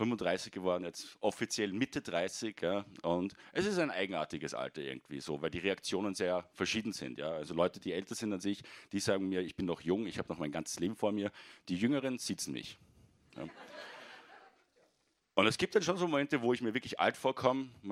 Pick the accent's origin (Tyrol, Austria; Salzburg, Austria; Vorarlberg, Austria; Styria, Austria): Salzburg, Austria; moved away as an adult; now in Vienna, Austria; Also ich bin ursprünglich aus Salzburg nach Wien gezogen, um dort so richtig durchzustarten als Comedian.